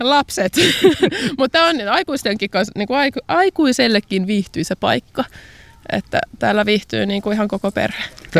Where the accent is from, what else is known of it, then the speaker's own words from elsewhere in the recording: Helsinki, Uusimaa, Finland; Mä oon Helsingistä kotoisin, mutta äitini on täältä Jurvasta.